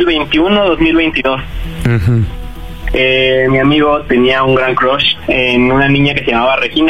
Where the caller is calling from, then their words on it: Mexico City, Mexico; 17 años, de la Ciudad de México